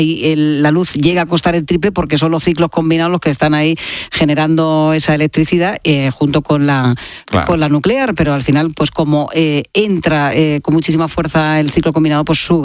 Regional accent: Region of Murcia, Spain; lo que hemos hecho toda la vida en el sur, si es que los murcianos esto no lo sabemos muy bien.

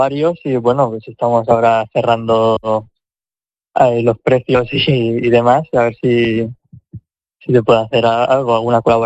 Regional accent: Castellón de la Plana, Valencian Community, Spain; Bueno, porque yo soy de Castellón

